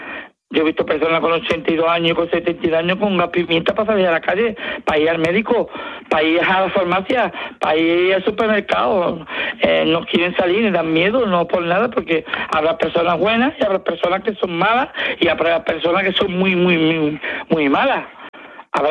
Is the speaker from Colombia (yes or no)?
no; Ceuta, Spain; born there; Ceuta llevamos, no sé cuánto, vamos, de que yo nací, que tengo 50 años, en una convivencia con musulmanes, con indios, con hebreos, con todas las clases de religiones.